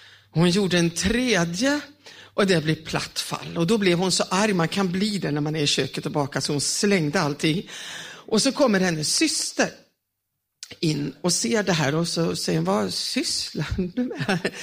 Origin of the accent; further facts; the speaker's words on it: Smyna, Västra Götaland County, Sweden; Om ni inte har träffat mig förut så kommer jag från Smyna i södra Fågelås. Från en liten församling med 16 medlemmar.